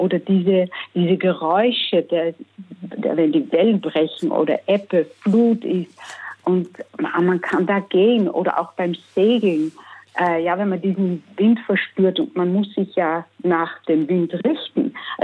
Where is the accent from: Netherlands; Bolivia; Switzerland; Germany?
Netherlands; Ich bin Niederländerin, und die Niederlande hatten eine sehr große Seemacht.